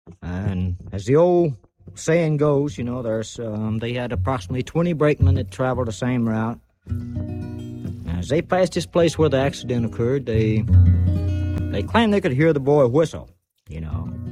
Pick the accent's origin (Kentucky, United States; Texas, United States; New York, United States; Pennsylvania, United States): Kentucky, United States; Jenkins; it's right in my hometown